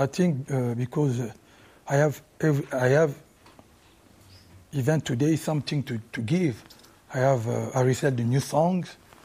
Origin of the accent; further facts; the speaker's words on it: Kinshasa, DR Congo; moved away as an adult; now in Paris, France; I was because I grew up in Kinshasa, and I go to the Paris when I was I used to be 19, 20. So I have both culture, you know, Congolese culture and Rumba music.